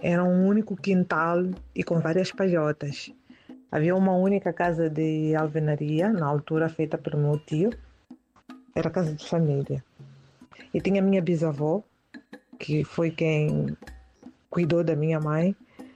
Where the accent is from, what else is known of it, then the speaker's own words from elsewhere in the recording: Maputo, Mozambique; moved away as an adult; now in Portugal; moçambicana residente em Portugal há 18 anos. Eu nasci no bairro do aeroporto, mas no Estalamate. Nasci lá e quando tinha 5 anos saímos